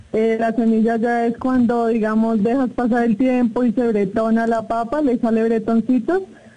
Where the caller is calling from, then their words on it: Villapinzón, Cundinamarca, Colombia; En la vereda Satama, en Villapinzón.